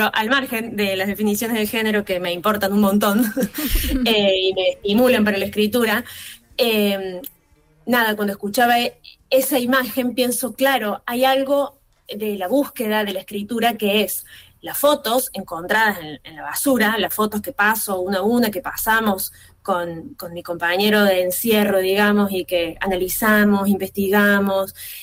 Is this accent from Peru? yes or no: no; Argentina; Indistinto, estando en Argentina y siendo argentina, no habiendo vivido en otro lugar, y llegar a la BPS.